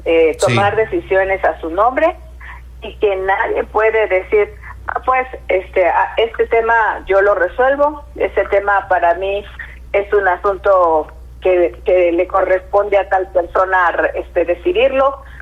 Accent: Mexico; also born or lived in Mexico City; El cariño por mi tierra, estar en mi pueblo, caminar mi estado

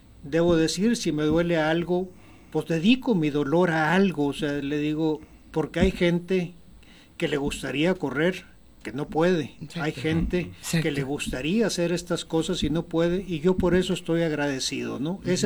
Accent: Sonora, Mexico; somos 4 sonorenses los que tenemos esta medalla.

